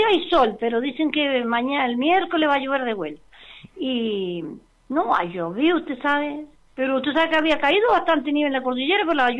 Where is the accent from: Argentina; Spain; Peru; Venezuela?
Argentina; Las Ovejas, Neuquén; moved away; Yo nací en Las Ovejas, para arriba, vivía en Ranquileo, allá. Mis abuelos eran chilenos. Ellos llegaron de Chile cuando mi papá tenía 5 años